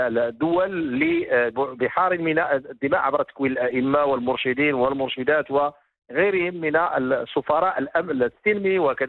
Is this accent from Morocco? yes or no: yes; Morocco